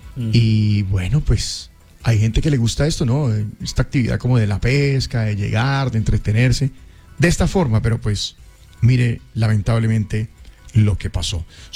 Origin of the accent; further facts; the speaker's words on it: La Dorada, Caldas, Colombia; now in Meta, Colombia; Estuve en la Dorada Caldas, estuve, sí, en Palanquero, esa es mi tierra.